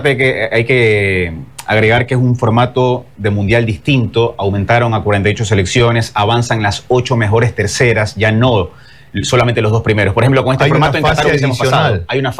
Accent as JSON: {"language": "Spanish", "town": "Machala", "region": "El Oro", "country": "Ecuador", "said": "Yo soy de Machala."}